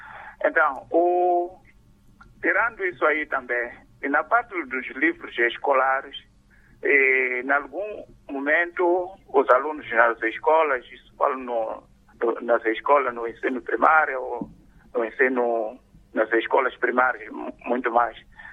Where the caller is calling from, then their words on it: Vilanculos, Inhambane, Mozambique; falo de Vilanculo.